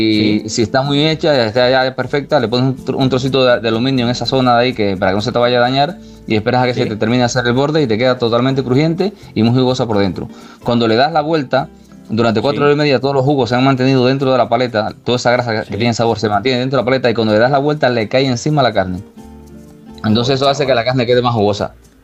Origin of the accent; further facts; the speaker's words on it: Cuba; Sí, los descendientes de españoles, bueno, que somos los cubanos, que somos prácticamente todos descendientes españoles.